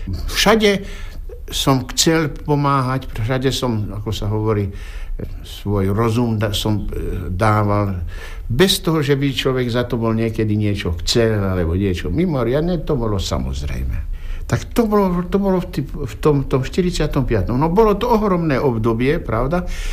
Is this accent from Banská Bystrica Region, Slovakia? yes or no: yes; Banská Bystrica Region, Slovakia; môj rodný kraj, tak tá Banská Bystrica, ten rodný kraj